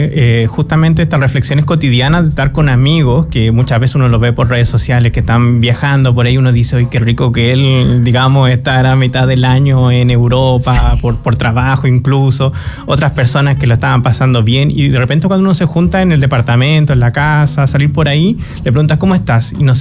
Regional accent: Chile

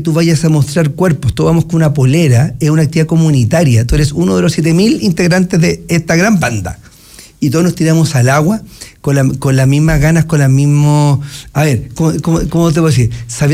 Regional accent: Chile; todos somos chilenos orgullosos desde Chile Antártico

